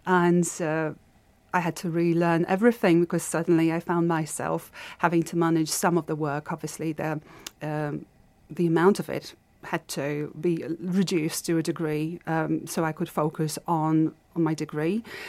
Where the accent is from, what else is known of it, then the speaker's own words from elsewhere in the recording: Poland; now in Stourbridge, United Kingdom; From Poland, but for long enough, yes. I've adopted my boyfriend's family as my own and the Black Country, and specifically Wollaston in Stourbridge, very much as my own home and community.